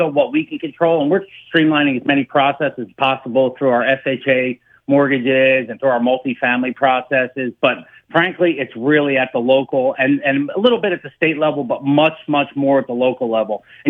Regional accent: Philadelphia, Pennsylvania, United States; moved away as an adult; also born or lived in Reading, Pennsylvania; I'm from Northeast Philly, so it was the first place I lived outside of the city.

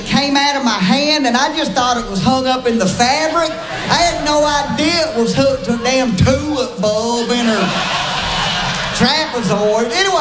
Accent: the South, United States; You know, we're from the South. We're nice.

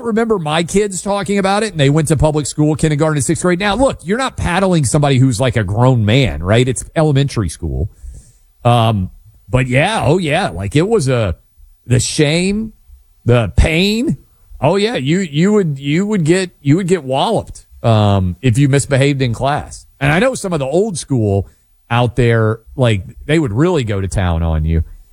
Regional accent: New York City, New York, United States; growing up in New York City.

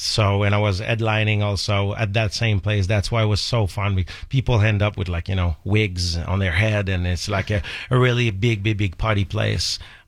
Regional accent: Quebec City, Quebec, Canada; now in United States; So I'm from Canada. I'm from Quebec City, Canada. I ended up here in the U.S. Probably 10 years ago.

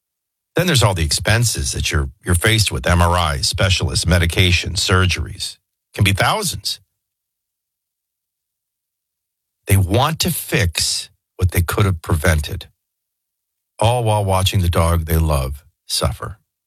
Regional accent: New Orleans, Louisiana, United States; always say, what was it like growing up in New Orleans? Well, if everybody came to your town to live a debaucherous, sinful few days and throw up on your streets and urinate on your streets, that's what it's like.

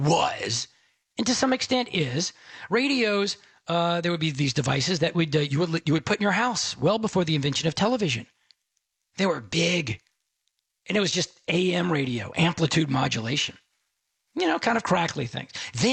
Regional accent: Dallas, Texas, United States; also born or lived in Austin; now in Houston, United States; 346-29 Texan. I am based in Texas. I live in the Houston area. I am from Dallas. I went to school in Austin.

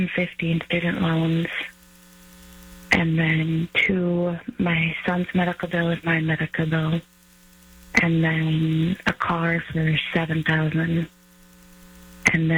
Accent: Minnesota, United States; now in Nashville, United States; And we live in Nashville, but we're from Minnesota. And we originally planned to move back to Minnesota after we got our debt paid off

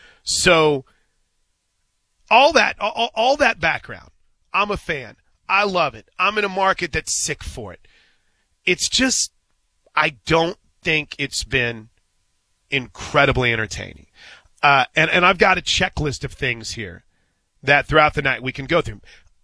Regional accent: St. Louis, Missouri, United States; I grew up just outside of St. Louis, and St. Louis wasn't really an NBA mecca, right?

